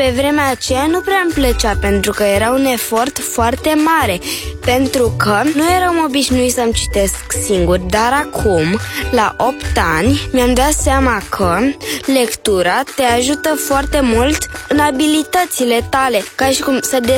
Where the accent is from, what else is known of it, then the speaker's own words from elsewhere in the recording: Bucharest, Romania; din București și am 8 ani.